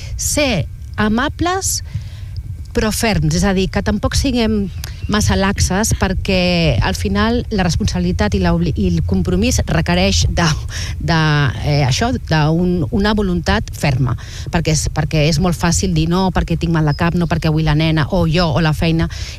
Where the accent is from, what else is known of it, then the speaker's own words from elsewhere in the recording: Barcelona, Catalonia, Spain; now in Altafulla, Spain; com altafullenca, o com a Barcelonina afincada d'Altafulla